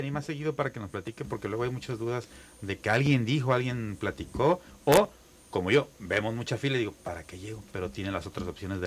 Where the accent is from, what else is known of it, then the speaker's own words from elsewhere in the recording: Tijuana, Baja California, Mexico; born there; Entonces, recapitulando, yo sí nací en Tijuana